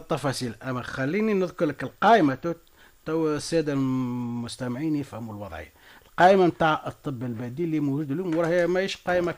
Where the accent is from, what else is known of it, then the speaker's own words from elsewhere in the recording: Tunisia; موجود عندنا في تونس